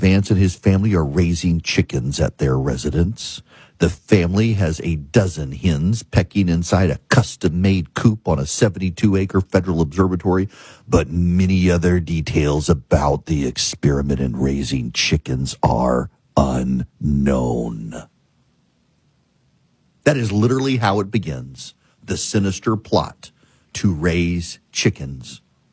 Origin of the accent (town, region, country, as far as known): Dubai, United Arab Emirates; born or raised there